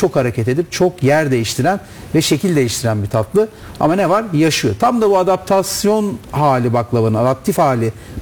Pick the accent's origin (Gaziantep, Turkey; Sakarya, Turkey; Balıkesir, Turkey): Gaziantep, Turkey; born there; also born or lived in Istanbul; Yani Gaziantep bugün benim de memleketim. Ailemin 3 nesli burada, 3 nesli İstanbul'da yetişmiş. 6 neslidir baklavacıyız.